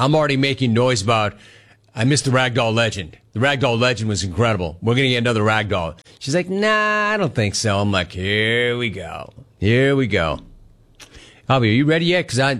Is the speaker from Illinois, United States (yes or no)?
no; San Fernando Valley, California, United States; I grew up in the San Fernando Valley. It's hot as hell.